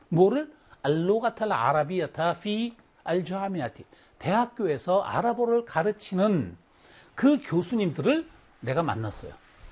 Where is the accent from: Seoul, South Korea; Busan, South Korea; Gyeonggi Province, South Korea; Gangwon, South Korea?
Gangwon, South Korea; Wonju; born there; 내가 원주 사람이니까. 이렇게 강원도 원주.